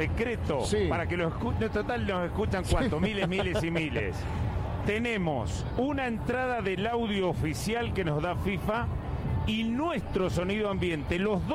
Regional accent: Argentina

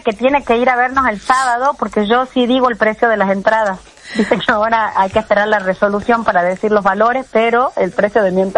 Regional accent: Campo Quijano, Salta, Argentina; now in Tucumán, Argentina; Yo soy muy salteña, soy campo quijano

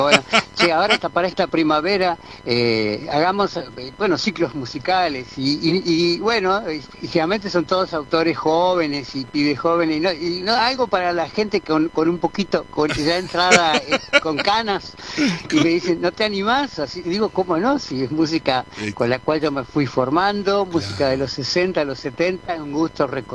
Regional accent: La Plata, Buenos Aires Province, Argentina; born there; also born or lived in General Madariaga; yo viví mucho tiempo en La Plata, no sé, nací en La Plata y también en General Madariaga

